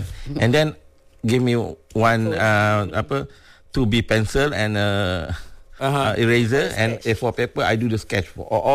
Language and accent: English; Malaysia; We are Malaysian, we have to respect each other.